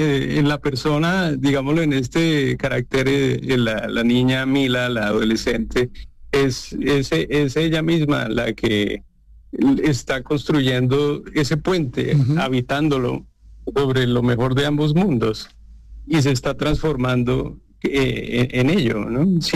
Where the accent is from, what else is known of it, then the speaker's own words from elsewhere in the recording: Bogotá, Colombia; Yo soy bogotano, sí.